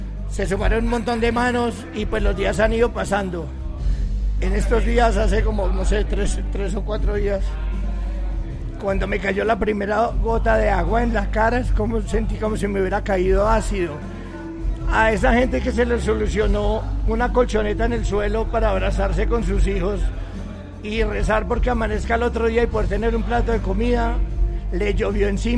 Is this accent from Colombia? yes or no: yes; Pereira, Risaralda, Colombia; mi corazón sigue palpitando en mi tierra y mi gente es Pereira, Armenia, Manizales, todos los alrededores, el Valle del Cauca, porque finalmente los pereiranos somos más cercanos al valle que a Antioquia.